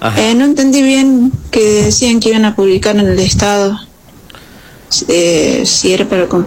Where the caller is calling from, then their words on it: General Levalle, Córdoba, Argentina; Soy de General Levalle.